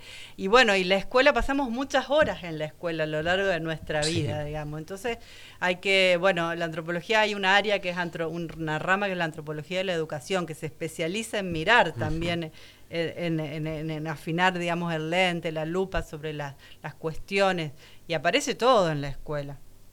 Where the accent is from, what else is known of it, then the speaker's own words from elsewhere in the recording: Buenos Aires, Argentina; perdón porque soy porteño